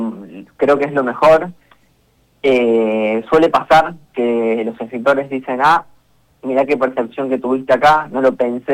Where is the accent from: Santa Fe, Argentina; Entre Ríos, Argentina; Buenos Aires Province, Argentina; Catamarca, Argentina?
Santa Fe, Argentina; San Lorenzo; cuando les contamos que somos de San Lorenzo